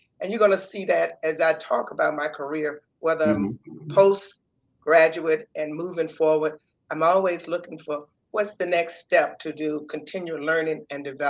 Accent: Mississippi Delta, United States; I mentioned earlier, I grew up in the Delta. And in the Delta, you know the health challenges that many communities have.

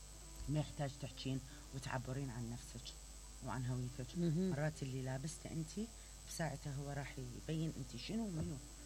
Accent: Iraq; أنا كعراقية وبراندي عراقي

